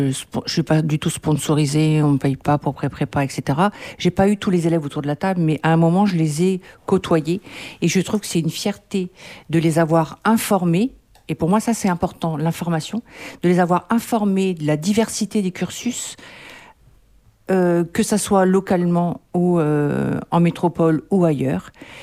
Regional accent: New Caledonia; Moi, je suis calédonienne.

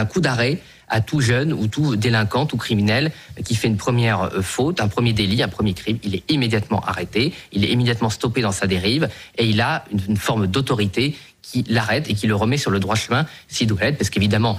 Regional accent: Boulogne-sur-Mer, Hauts-de-France, France; born there; Moi, je suis né à Boulogne-sur-Mer, bon, c'est les voisins, les Pays-Bas, on a nos amis belges entre les deux

